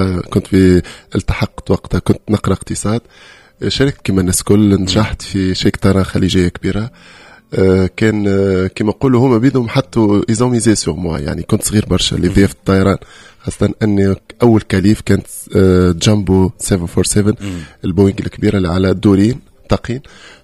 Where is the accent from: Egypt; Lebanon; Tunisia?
Tunisia